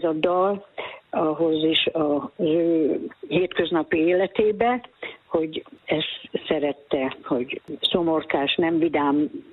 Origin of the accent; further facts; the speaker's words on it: Onga, Borsod-Abaúj-Zemplén, Hungary; tanyavilágba születtem én, Ongához 4 kilométerre.